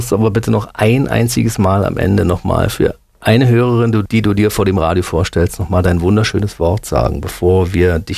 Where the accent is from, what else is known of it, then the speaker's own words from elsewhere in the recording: Berlin, Germany; Ich komme aus Berlin-Kauitzdorf